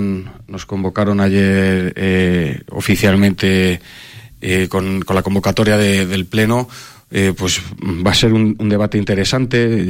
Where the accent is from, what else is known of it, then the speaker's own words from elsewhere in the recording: Medina del Campo, Castile and León, Spain; mi pueblo, de mi villa, de mi ciudad. A mí me gustaría presumir de Medina del Campo.